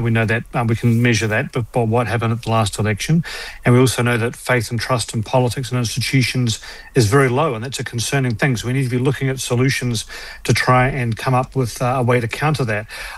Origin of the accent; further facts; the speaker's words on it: New Zealand; I know that as a Kiwi.